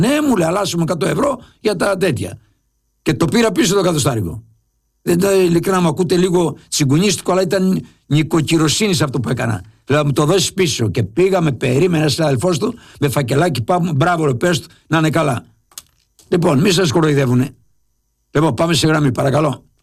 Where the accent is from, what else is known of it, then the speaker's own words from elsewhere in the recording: Lefkada, Ionian Islands, Greece; Επειδή είμαι και από τη Λευκάδα